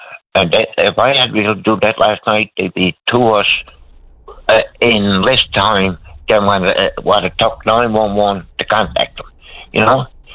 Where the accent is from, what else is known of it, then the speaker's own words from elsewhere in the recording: Newfoundland and Labrador, Canada; I would have got help a lot quicker than I actually got as a Newfoundlander. What are we, you know, as a Canadian?